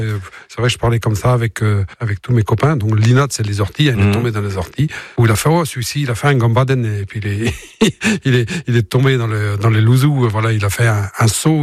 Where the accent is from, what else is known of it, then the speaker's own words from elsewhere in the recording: Santec, Brittany, France; Oui, c'est là qu'est mon terreau familial. Oui, toute ma famille est originaire de Santec. C'est là que j'ai, pour la première fois, donc que j'ai entendu la langue bretonne